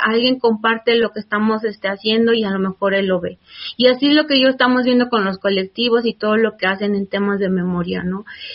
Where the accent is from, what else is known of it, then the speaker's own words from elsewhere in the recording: Ecatepec, State of Mexico, Mexico; soy de aquí de Catepec, Estado de México.